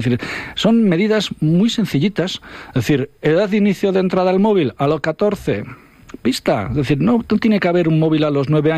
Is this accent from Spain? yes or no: yes; Ponferrada, Castile and León, Spain; vengo del Bierzo, Ponferrada, 63.000 habitantes, el Bierzo 114.000, de acuerdo, tasa de paro del 10% y subiendo